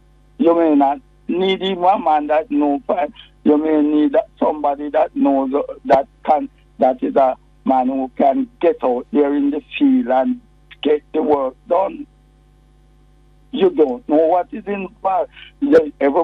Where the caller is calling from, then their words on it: Jamaica; I'm proud of them as Jamaican.